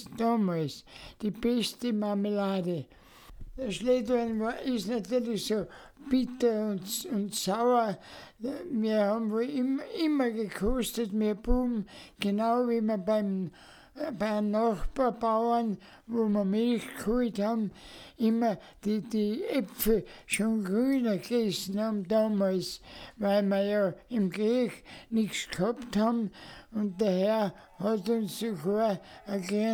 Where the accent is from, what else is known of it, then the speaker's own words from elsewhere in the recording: Innsbruck, Tyrol, Austria; Ich bin auch in Innsbruck direkt am Waldrand aufgewachsen, wo die Erlen, Birken, ein jeder Baum, Fichten, Lärchen sehr wenig, aber Brombeerstauden, Erdbeeren und alle diese Wild- und Wildkräuter aller Art gewachsen sind.